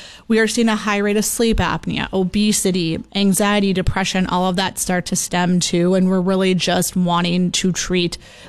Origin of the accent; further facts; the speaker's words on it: Ashley, North Dakota, United States; So I'm from Ashley. My family's owned a John Deere implement my whole life.